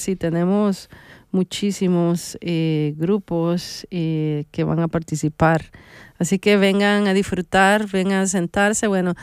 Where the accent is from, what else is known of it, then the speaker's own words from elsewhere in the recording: El Salvador; pues no solo de El Salvador, pero bueno, siendo salvadoreña, yo quisiera tener algo salvadoreño